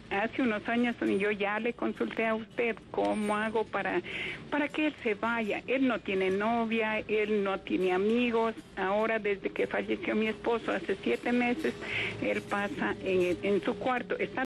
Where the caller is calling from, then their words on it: Cuenca, Azuay, Ecuador; le llamo desde Cuenca.